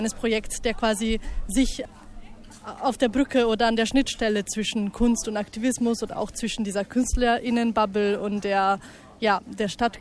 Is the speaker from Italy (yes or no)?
yes; Italy; moved away as an adult; now in Germany; Ich komme nicht aus Frankfurt, sondern ich bin zugezogen aus Italien und ich bin nach Deutschland gekommen, um künstlerisch zu arbeiten überwiegend